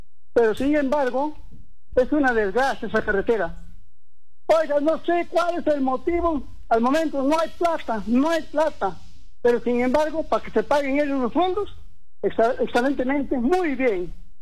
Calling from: San Pablo province, Cajamarca, Peru; yo soy del caserío del Patiño, de la provincia de San Pablo.

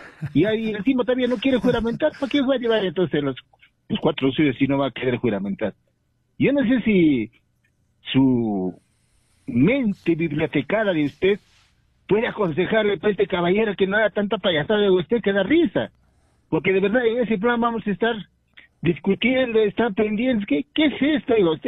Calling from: Juliaca, Puno, Peru; De Juliaca, don Hernán.

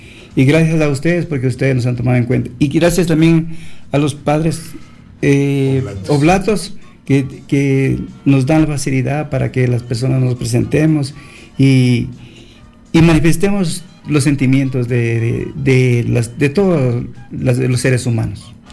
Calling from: Quito, Pichincha, Ecuador; Verás, nosotros venimos de Carcelén, un poquito alejadito, pero estamos, siempre le digo, escuchando la radio

